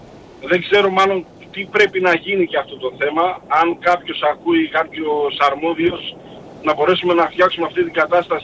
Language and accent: Greek; Chalcis, Central Greece, Greece; ότι είμαι από τη Χαλκίδα και είμαι από Οξής.